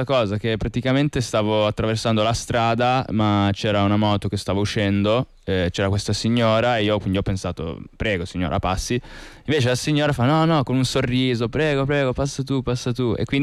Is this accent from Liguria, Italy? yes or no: yes; Genoa, Liguria, Italy; moved away as an adult; now in Milan, Italy; io sono di Genova, ho vissuto a Genova fino all'anno scorso, quando poi mi sono trasferito a Milano.